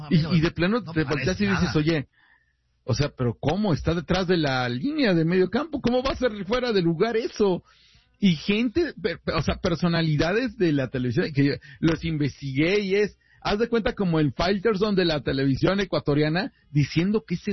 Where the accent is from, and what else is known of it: Mexico